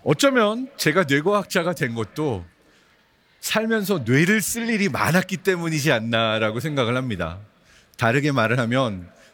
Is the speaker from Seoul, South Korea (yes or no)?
yes; Seoul, South Korea; born there; also born or lived in Germany